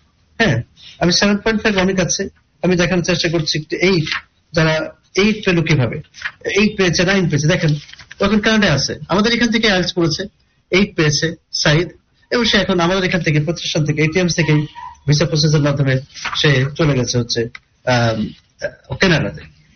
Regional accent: Kushtia, Khulna Division, Bangladesh; আমার বাড়ি যেমন কুষ্টিয়া, অনেকে বিভিন্ন দূরের থেকে আসে।

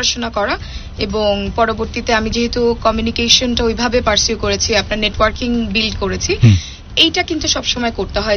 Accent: Bangladesh; আমি বাংলাদেশের মেয়ে

